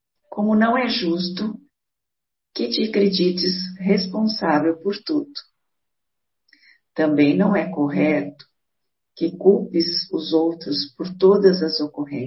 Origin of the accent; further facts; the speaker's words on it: Bueno Brandão, Minas Gerais, Brazil; sou de Minas Gerais, da cidade de Bueno Brandão.